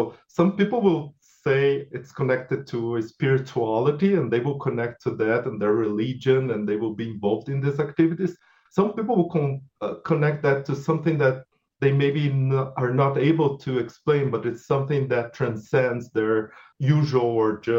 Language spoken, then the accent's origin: English; Brazil; And sometimes I came from Brazil. I remember a community that was very proud of having runners coming from that.